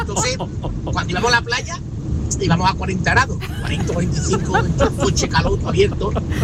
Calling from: Seville, Andalusia, Spain; de Sevilla. Ahora voy de Burgos para Sevilla, en ruta.

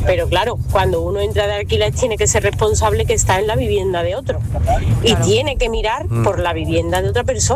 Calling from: Córdoba, Andalusia, Spain; de Córdoba.

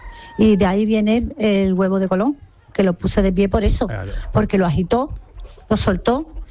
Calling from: Seville, Andalusia, Spain; de Sevilla.

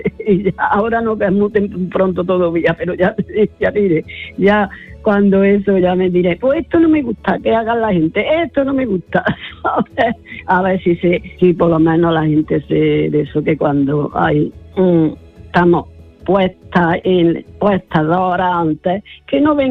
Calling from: Córdoba, Andalusia, Spain; de Córdoba.

